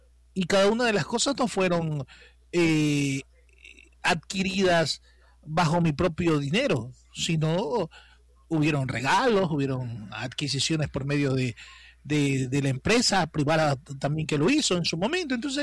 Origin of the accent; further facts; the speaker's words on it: Ecuador; será porque somos ecuatorianos